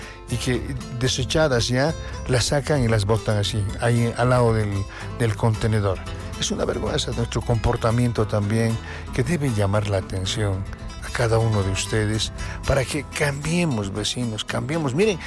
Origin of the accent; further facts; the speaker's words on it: La Paz, Bolivia; como bolivianos, como paseños, como venianos